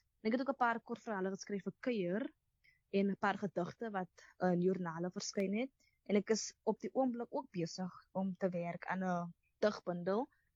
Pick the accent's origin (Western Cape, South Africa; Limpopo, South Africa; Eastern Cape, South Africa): Western Cape, South Africa; Atlantis; ek is van Atlantis, ek bly in Island Place, ek bly in die Kort.